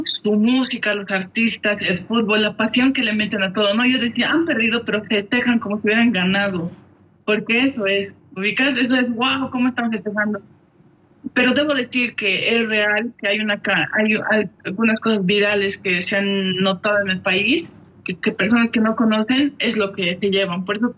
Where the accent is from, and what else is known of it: Bolivia; moved away